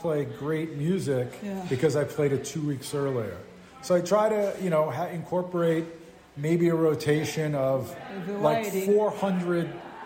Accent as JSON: {"language": "English", "town": "New York City", "region": "New York", "country": "United States", "tie": "born or raised there", "said": "where I grew up in the Bronx was a very, very Irish area when I was growing up there."}